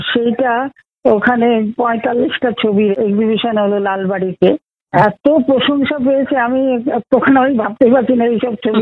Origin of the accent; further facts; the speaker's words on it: Santiniketan, West Bengal, India; born there; also born or lived in Chandannagar; তারপরে আমরা শান্তিনিকেতনে এসে সব ক্লাসে এক একজন করে ভর্তি হয়ে গেলাম। আমি তো আনন্দ পাঠশালায় ভর্তি হয়েছিলাম।